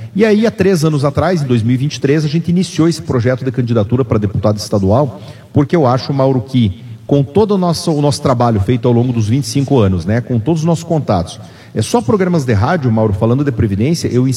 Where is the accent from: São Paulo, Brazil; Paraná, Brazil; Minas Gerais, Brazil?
Paraná, Brazil; Clevelândia; now in Pato Branco, Brazil; com a cidade de Clevelândia. Nós temos um apreço muito grande pela terra onde eu nasci e onde eu vivi muitos anos